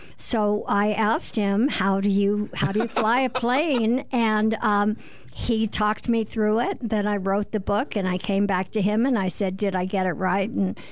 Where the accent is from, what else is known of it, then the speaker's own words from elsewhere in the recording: Scottsdale, Arizona, United States; I grew up in Scottsdale.